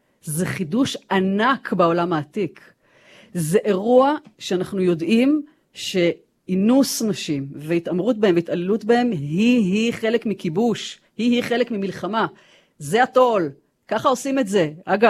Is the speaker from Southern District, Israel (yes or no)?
no; Jerusalem, Jerusalem District, Israel; אנחנו הרי לא ממעלה אדומים, אנחנו ירושלמים